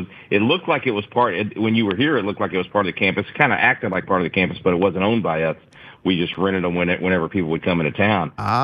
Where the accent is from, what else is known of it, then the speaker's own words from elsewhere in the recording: Texas, United States; even in frankly where I grew up in the Dallas-Fort Worth area, my old high school is one of the ones that's been highlighted